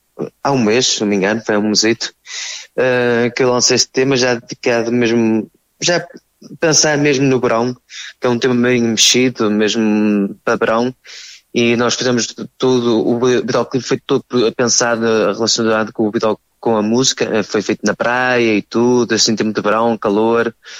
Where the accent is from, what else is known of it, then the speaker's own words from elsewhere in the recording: Paços de Ferreira, Norte, Portugal; born there; tive logo um espetáculo aqui na minha terra, nas festas de Passos Ferreira, no Corpo de Deus.